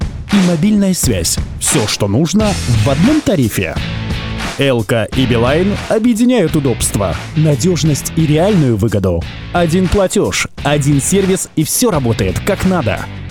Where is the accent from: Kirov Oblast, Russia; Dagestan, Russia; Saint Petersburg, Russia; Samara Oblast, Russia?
Dagestan, Russia; у меня, как жителя Дагестана